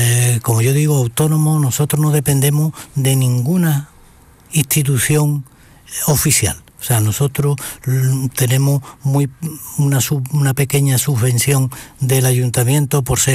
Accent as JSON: {"language": "Spanish", "town": "Seville", "region": "Andalusia", "country": "Spain", "said": "O sea, yo soy muy sevillano, por cierto, mi mujer es malagueña."}